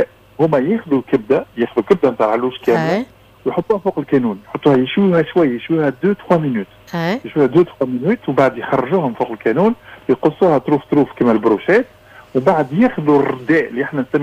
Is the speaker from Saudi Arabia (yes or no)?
no; Tunisia; now in Morocco